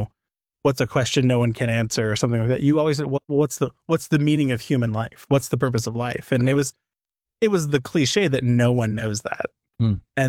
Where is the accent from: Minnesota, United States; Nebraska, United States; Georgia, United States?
Nebraska, United States; moved away as an adult; now in South Canaan, United States; I was born and raised in Nebraska, and I was baptized as a baby.